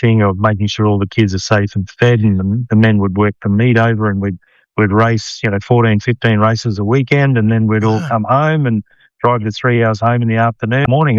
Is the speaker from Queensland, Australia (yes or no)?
yes; Rockhampton, Queensland, Australia; So, yeah, I grew up in Rockhampton, Des, and I've got two brothers